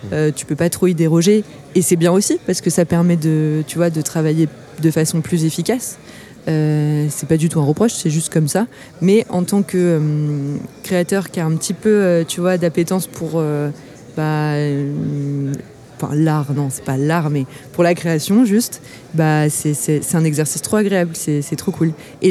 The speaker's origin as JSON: {"language": "French", "town": "Orléans", "region": "Centre-Val de Loire", "country": "France", "tie": "born or raised there", "said": "je suis une femme, je suis blanche, j'ai 32 ans, j'ai grandi à Orléans, dans tel contexte, je suis passée par l'aide sociale à l'enfance"}